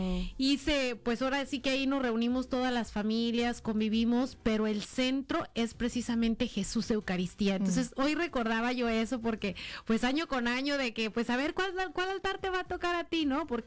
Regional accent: Mexico; now in United States; en México, de donde yo soy

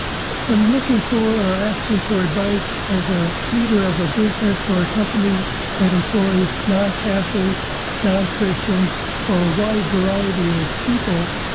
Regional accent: Coronado, California, United States; now in Hoover, United States; from Coronado to Hoover, Alabama now.

